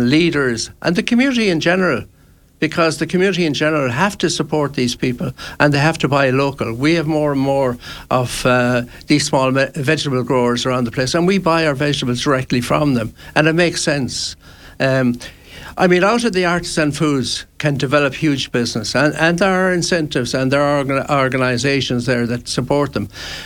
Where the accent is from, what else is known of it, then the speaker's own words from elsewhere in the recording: Loughrea, Connacht, Ireland; I attended my first agriculture show in 1950 in my hometown of Loughrea in County Galway. I was 6 years of age.